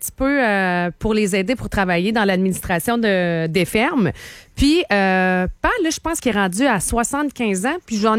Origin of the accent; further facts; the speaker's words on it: Sainte-Séraphine, Quebec, Canada; je suis née sur une ferme porcine, en fait, des fermes porcines, parce que maintenant, il y en a plusieurs.